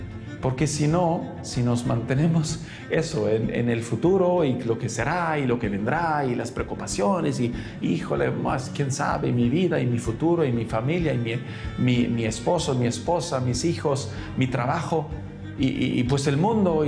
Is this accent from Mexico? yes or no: no; Italy; first language German; Spanish is a second language; soy italiano, de habla alemana, y viajo mucho por Europa